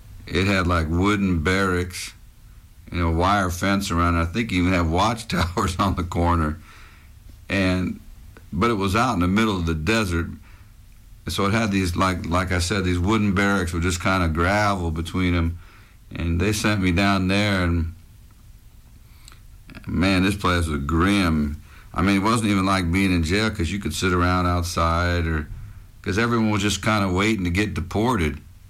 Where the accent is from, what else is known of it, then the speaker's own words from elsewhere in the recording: Canada; born there; I guess they was looking for, where I was born in Canada.